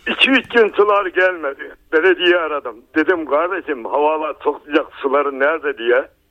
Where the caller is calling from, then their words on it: Kütahya, Turkey; Kütahya'dan